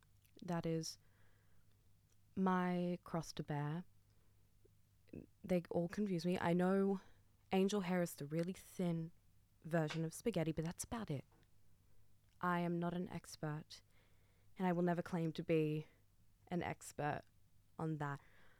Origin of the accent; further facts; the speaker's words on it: Sydney, New South Wales, Australia; I'm from Bidjigal land and Cammiagal land